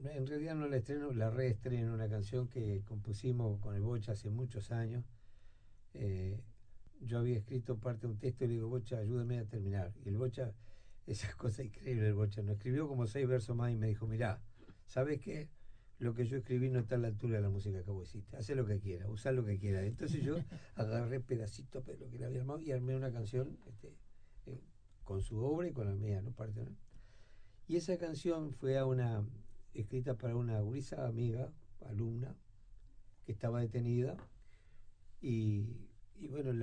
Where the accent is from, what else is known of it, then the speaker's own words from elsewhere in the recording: Uruguay; somos uruguayos.